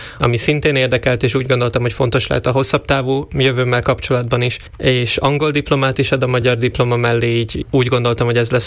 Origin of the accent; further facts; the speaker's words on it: Štúrovo, Nitra Region, Slovakia; moved away as an adult; now in Budapest, Hungary; Most töltöttem be a 21. életévemet, egyébként Párkányból származom, oda jártam általános iskolába és gimnáziumba is, jelenleg pedig Budapesten a Nemzetközi Üzleti Főiskolán tanulok